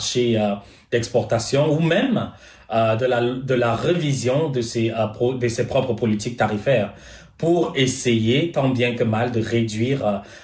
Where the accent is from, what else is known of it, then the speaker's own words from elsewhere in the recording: Cameroon; now in China; mon pays d'origine, le Cameroun